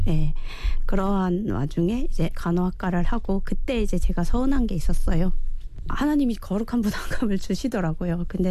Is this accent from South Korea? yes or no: no; North Korea; born there; 북한에서 태어난 게